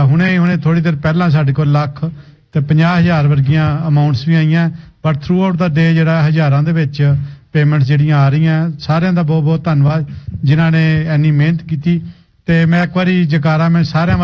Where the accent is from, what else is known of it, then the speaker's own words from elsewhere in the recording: Amritsar, Punjab, India; ਆਪਾਂ ਅੰਮ੍ਰਿਤਸਰ ਦੇ ਜਿਹਨੂੰ ਕਹਿੰਦੇ ਨੇ ਜੰਮੇ ਪਲੇ ਸਾਰਾ ਇਹੀ ਕੰਮ ਜਗਾਰੇ ਲਾਉਂਦੇ ਜੰਮੇ